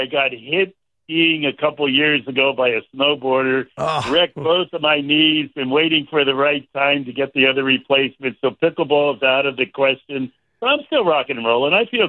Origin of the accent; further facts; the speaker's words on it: Stamford, Connecticut, United States; having Jackie be part of the Stamford, Connecticut that I grew up in was a blessing for me